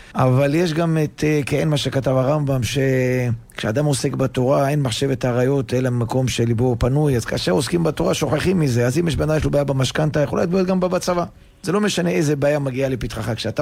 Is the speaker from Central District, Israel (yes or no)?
yes; Netanya, Central District, Israel; קריית השרון.